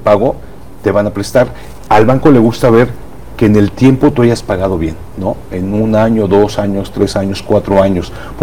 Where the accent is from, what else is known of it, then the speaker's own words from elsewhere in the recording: Mexico; como mexicanos nos quedamos solamente con una sola fuente de ingreso.